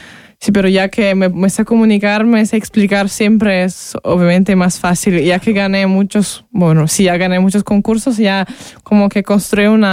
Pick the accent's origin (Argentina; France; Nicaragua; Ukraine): Ukraine; Spanish is a second language; now in Austria